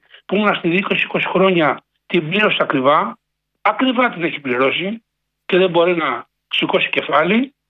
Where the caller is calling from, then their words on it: Nikaia, Attica, Greece; Πρώτη φορά παίρνω. … από την Νικέα.